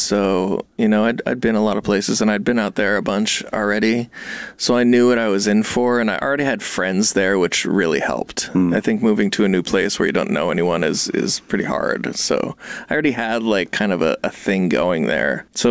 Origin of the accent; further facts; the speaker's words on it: Brattleboro, Vermont, United States; moved away as an adult; now in Los Angeles, United States; I grew up in Brattleboro, and I lived there till I was about 27. And I loved living there